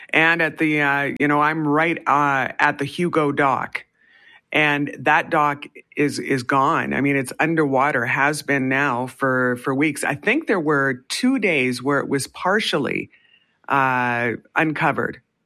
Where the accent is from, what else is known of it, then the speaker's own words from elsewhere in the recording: Brandon, Manitoba, Canada; Listen, I grew up in Brandon, and I don't remember ever, ever having flooding issues in that city.